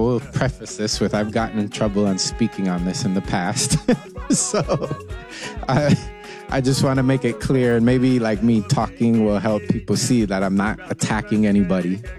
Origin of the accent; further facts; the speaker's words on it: United States; Obviously, I'm born and raised in America.